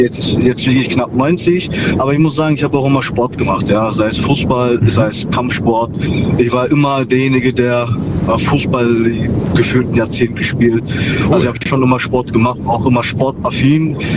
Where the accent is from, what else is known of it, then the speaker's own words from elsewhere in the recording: Ravensburg, Baden-Württemberg, Germany; Aus Ravensburg.